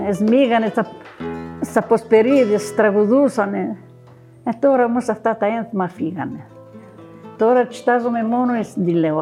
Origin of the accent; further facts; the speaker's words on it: Vorizia, Crete, Greece; Εγώ ήμουν και από τα Βορίζα, δεν ήξερα και πολλά.